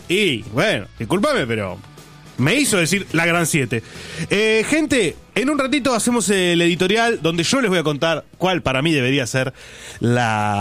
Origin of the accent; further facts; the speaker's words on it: La Matanza, Buenos Aires Province, Argentina; now in Buenos Aires, Argentina; Pero, a ver, yo me fui de La Matanza, la meca del delito, me vine a vivir acá, Recoleta, Barrio Norte, y resulta que son todos chorros, viejo.